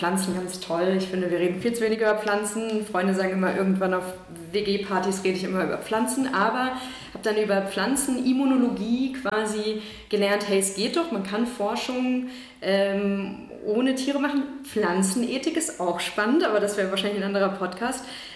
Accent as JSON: {"language": "German", "region": "Berlin", "country": "Germany", "tie": "born there", "said": "Und dann bin ich am Ende zurück nach Berlin gezogen, wo ich geboren bin"}